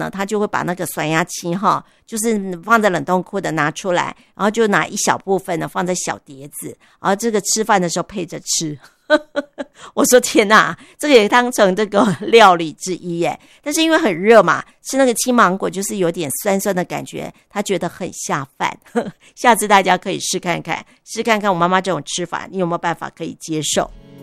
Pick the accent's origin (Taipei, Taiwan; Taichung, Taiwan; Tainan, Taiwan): Tainan, Taiwan; moved away; 我是台南人，这个很喜欢吃芒果，我们家非常爱吃芒果，